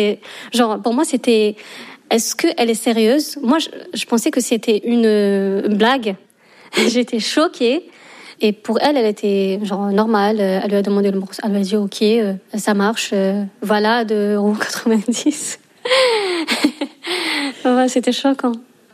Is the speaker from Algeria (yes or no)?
yes; Algeria; now in Paris, France; j'ai 27 ans, je suis algérienne et je suis étudiante en Master 1 Santé publique à Paris Cité.